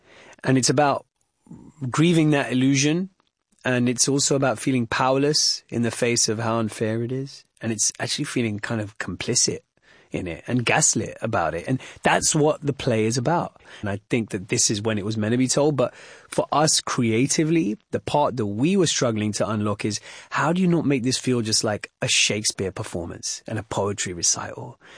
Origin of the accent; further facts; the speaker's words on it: Wembley, London, United Kingdom; this Hamlet story set in, you know, medieval Denmark actually is exactly like growing up in Wembley.